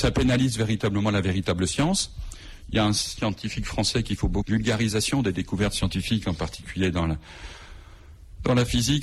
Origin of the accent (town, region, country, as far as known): Lyon, Auvergne-Rhône-Alpes, France